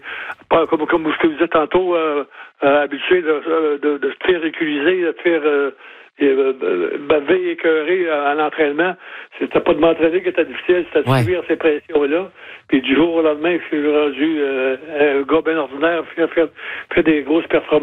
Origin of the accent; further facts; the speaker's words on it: Montreal, Quebec, Canada; vu que c'était chez nous à Montréal, il faut absolument que je sois prêt pour être sélectionné